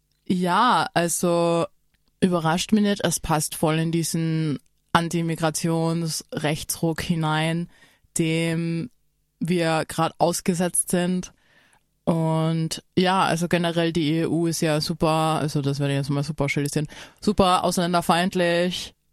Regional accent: Innsbruck, Tyrol, Austria; wenn man als schwarze Person in einer weißen Mehrheitsgesellschaft aufwächst, wie jetzt wir in Innsbruck, surprise, surprise, wir sind schwarz

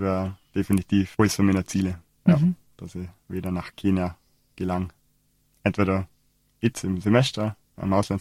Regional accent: Vorarlberg, Austria; Ich komme selber aus dem Bregenzer Wald

